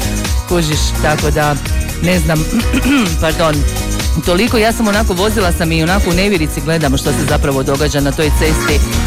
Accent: Croatia; stranci dok dođu kod nas u Hrvatsku, ostanu iznenađeni načinom vožnje nas Hrvata.

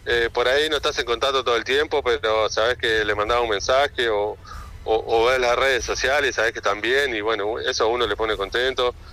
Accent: Uruguay; yo la verdad como uruguayo siempre hincho

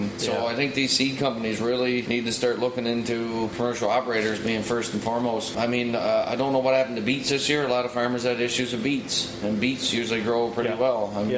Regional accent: Daniel's Harbour, Newfoundland and Labrador, Canada; the Northern Peninsula, where I'm from Daniels Arbor back

